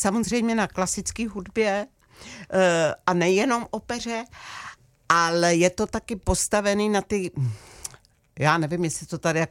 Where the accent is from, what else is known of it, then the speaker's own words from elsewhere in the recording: Chrudim, Pardubice Region, Czechia; já jsem rodačka z Chrudimě